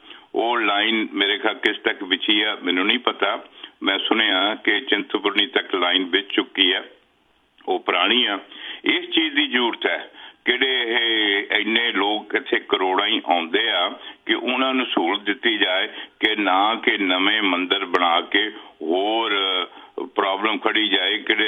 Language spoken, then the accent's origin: Punjabi; Hoshiarpur, Punjab, India; ਮੈਂ ਵੀ ਹੁਸ਼ਿਆਰਪੁਰ ਤੋਂ ਹਾਂ